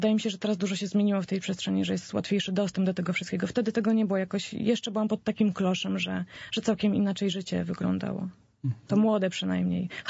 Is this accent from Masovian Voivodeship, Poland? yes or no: yes; Warsaw, Masovian Voivodeship, Poland; Pochodzę z Warszawy. W domu została mi przekazana wiara, natomiast nie żywa wiara, ale taka tradycyjna